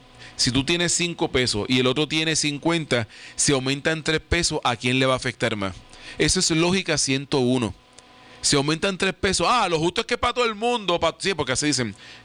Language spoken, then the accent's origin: Spanish; Puerto Rico